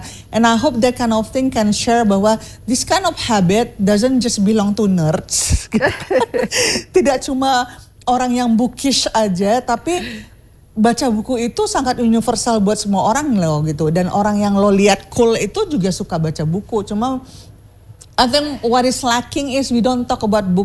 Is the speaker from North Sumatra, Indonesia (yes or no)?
yes; Medan, North Sumatra, Indonesia; itu aku putuskan untuk donate ke taman bacaan dan perpustakaan yang ada di Sumatera Utara karena aku dari Medan